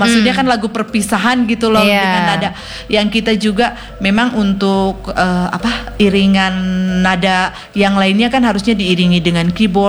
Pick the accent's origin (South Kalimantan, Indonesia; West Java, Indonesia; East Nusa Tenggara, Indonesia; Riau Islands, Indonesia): West Java, Indonesia; Dan kebetulan kan, Ibu RRI ini kan kebetulan dari suku kita, suku Sunda.